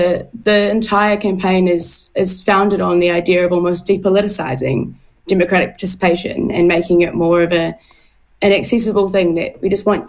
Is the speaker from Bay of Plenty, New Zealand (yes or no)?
yes; Tauranga, Bay of Plenty, New Zealand; now in Wellington, New Zealand; I'm from Tauranga